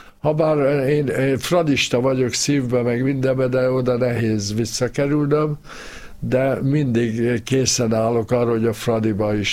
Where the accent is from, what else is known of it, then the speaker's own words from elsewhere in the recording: Hungary; moved away; Abban a pillanatban, hogy elhagytam az országot, akkor is nehéz volt bevallani magamnak, hogy hát én magyar vagyok, és hiányzik.